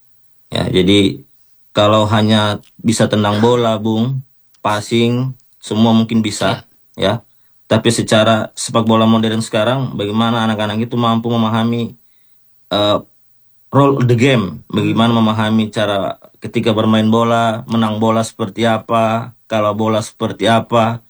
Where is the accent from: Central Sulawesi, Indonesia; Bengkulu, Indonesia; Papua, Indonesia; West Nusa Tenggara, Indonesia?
Central Sulawesi, Indonesia; Tolitoli; karena saya ini sebenarnya juga lahir di Toli-Toli sebagai kampung halaman saya